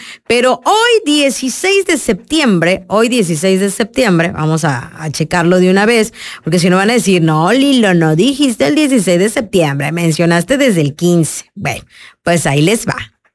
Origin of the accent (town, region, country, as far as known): Mexico